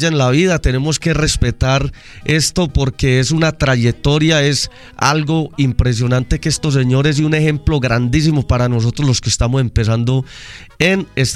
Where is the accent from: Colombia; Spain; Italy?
Colombia; Amalfi, Antioquia; yo amo ser del pueblo, ser de Amalfi. Puedo decir que es, o sea, me siento impresionantemente bien de decirlo en toda parte donde me paro. Soy de Amalfi